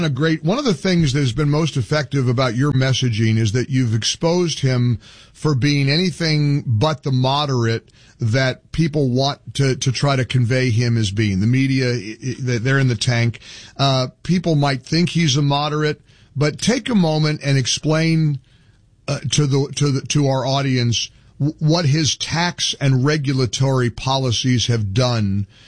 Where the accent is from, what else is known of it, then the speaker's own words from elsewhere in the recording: Midwest, United States; now in Florida, United States; Look, I grew up in the Midwest dreaming of getting a job in broadcasting in New York City. I got there. I was able to achieve that goal. And then I basically got chased out and came to Florida where things were more normal.